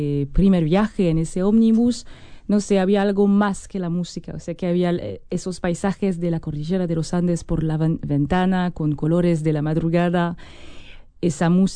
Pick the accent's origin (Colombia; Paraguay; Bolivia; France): France; Spanish is a second language; Yo crecí en los Alpes franceses, o sea, en las montañas